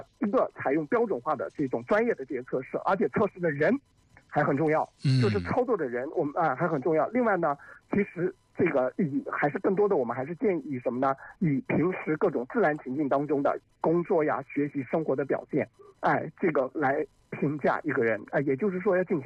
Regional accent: China; 是的，我们中国人讲的这个家有一老如有一宝

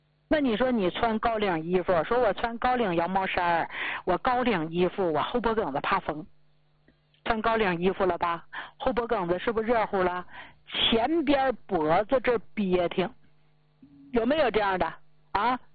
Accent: Northeast China, China; 所以为啥出去咱们东北人，黑龙江、吉林、辽宁、内蒙啊，这都是咱们东北人吗？

